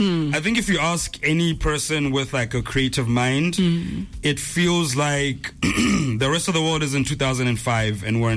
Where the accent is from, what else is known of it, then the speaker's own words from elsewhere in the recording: Selebi-Phikwe, Botswana; moved away; I grew up in Pico.